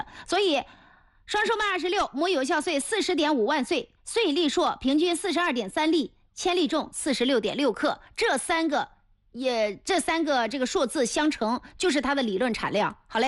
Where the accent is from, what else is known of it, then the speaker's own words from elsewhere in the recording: northern China, China; 俺是北方人